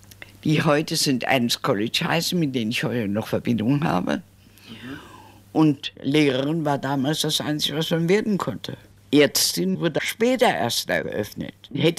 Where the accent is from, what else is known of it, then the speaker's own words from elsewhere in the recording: Hesse, Germany; now in Frankfurt, Germany; Ich fühle mich als alte Frankfurterin. Obwohl meine Heimat an der waldeckischen Grenze zwischen Frankenberg und Korbach